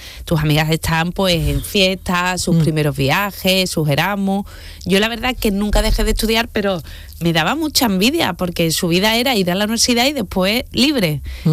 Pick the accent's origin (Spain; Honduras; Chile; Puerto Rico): Spain; siendo española